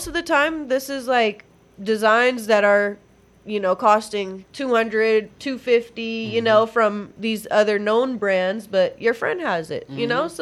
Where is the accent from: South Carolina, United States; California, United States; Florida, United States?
California, United States; Ontario; I'm from Ontario, so I mean, you know. Shout out Creekview. Shout out Gracie Oakley. Shout out Colony.